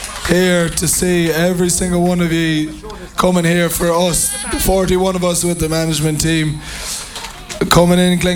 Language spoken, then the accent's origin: English; Belmullet, Connacht, Ireland; how proud I am to be from Belmullet, to be from Mayo.